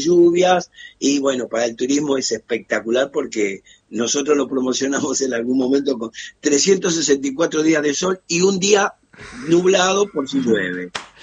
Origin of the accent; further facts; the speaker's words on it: Avellaneda, Buenos Aires Province, Argentina; born there; Mire, yo soy argentino, nací en Avellaneda.